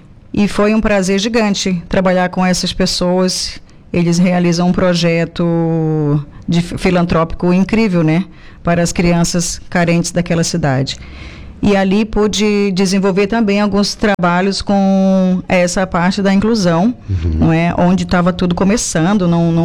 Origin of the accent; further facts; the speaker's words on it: Belém, Pará, Brazil; Depois voltei para Belém, que é a minha terra natal, e lá continuamos os nossos trabalhos, né?